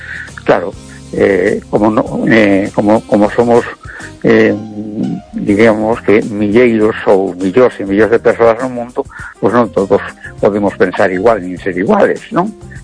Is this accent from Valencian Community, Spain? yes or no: no; A Coruña, Galicia, Spain